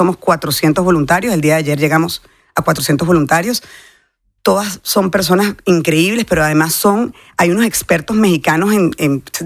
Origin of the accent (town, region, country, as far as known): Venezuela